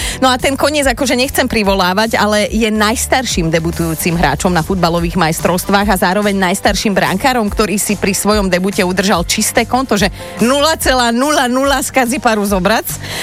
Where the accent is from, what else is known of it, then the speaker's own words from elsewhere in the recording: Borovce, Trnava Region, Slovakia; ako sa hovorí u nás v Borovciach.